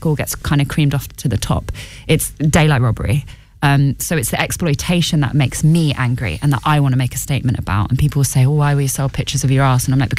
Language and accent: English; Ireland; I'm Irish